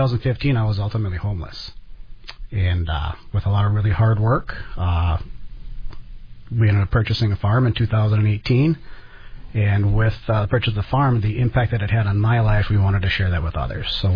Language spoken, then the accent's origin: English; Abrams, Wisconsin, United States; I was born and raised in Abrams, Wisconsin. Graduated from the big city of Volcano Falls